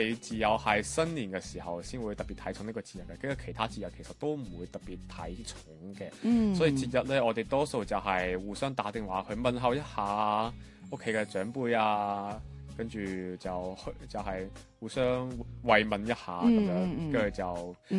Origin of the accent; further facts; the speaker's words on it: Macau; 大家好，